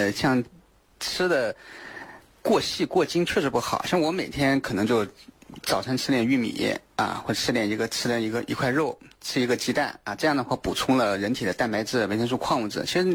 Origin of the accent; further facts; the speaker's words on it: China; 我们中国人